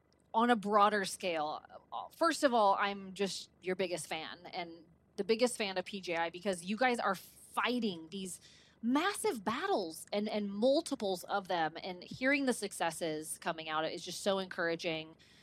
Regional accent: California, United States; It's infuriating as a parent, as a citizen, as a Californian

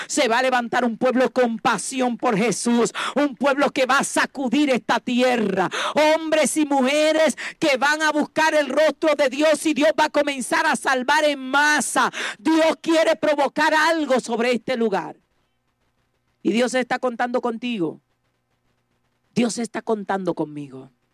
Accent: Dominican Republic; nos pedían tener muchos requisitos a nosotros como dominicanos para entrar.

